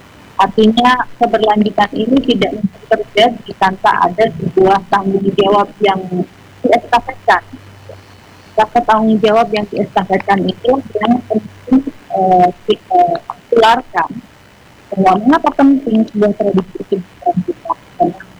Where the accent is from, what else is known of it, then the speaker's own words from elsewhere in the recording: West Java, Indonesia; terkhusus kita sebagai Sunda. Kita sudah kehilangan akal kita sebagai Sunda sendiri.